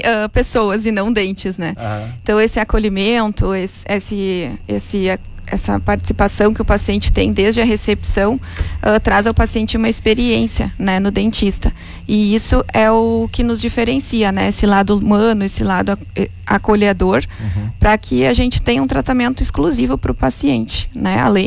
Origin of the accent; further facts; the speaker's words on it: Cachoeira do Sul, Rio Grande do Sul, Brazil; moved away; also born or lived in Porto Alegre; Eu sou natural de Cachoeira do Sul.